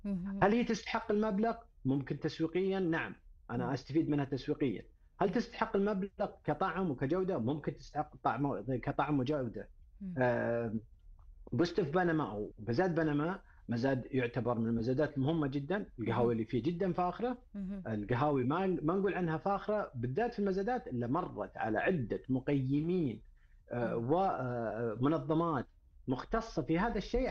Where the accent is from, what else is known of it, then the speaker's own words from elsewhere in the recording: Saudi Arabia; نفتخر فيها احنا اليوم كسعوديين